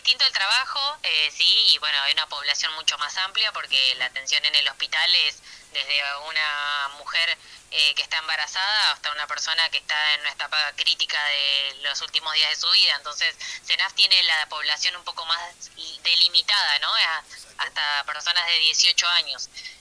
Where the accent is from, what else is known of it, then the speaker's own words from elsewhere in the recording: General Conesa, Río Negro, Argentina; moved away as an adult; also born or lived in Bahía Blanca; now in Choele Choel, Argentina; Yo tengo 34 años, soy de General Conesa, un pueblo cercano, a 170 kilómetros de Choele. Uh-huh. Estudié en Bahía Blanca, terminé el secundario en Conesa y después me fui a Bahía Blanca